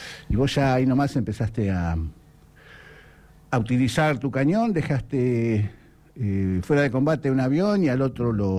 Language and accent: Spanish; Argentina; a los que somos malvineros y a todos los argentinos que amamos la patria